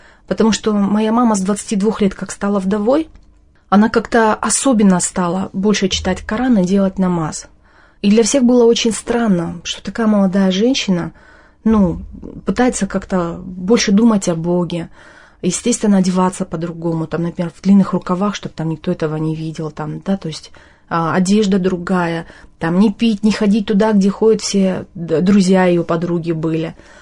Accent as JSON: {"language": "Russian", "town": "Nalchik", "region": "Kabardino-Balkaria", "country": "Russia", "tie": "born or raised there", "moved": "yes", "lives_now": "Moscow, Russia", "said": "Я сама из Кабардино-Балкарии, из красочного города Нальчика. Это Северный Кавказ. Мне кажется, самая миролюбивая республика. Сказать о республике, в принципе, там большая часть людей мусульмане."}